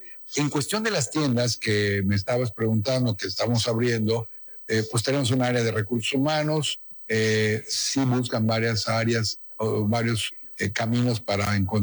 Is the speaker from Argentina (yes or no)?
no; Yucatán, Mexico; me siento un yucateco orgulloso